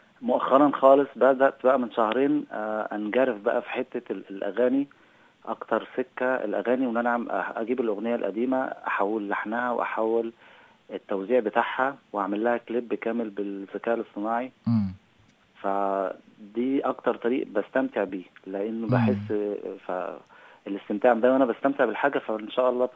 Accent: Cairo, Cairo Governorate, Egypt; also born or lived in Russia; انا اتولدت في مصر

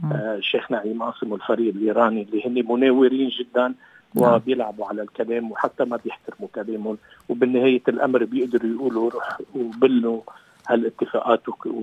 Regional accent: Lebanon; كلبنانيين

